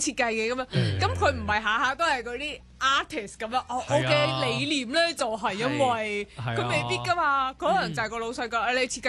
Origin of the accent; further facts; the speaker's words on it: Hong Kong; 我作为一个香港人